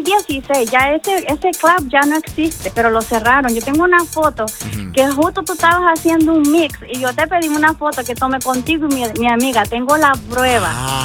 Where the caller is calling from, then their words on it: Paterson, New Jersey, United States; Sí, estamos en Patterson, New Jersey.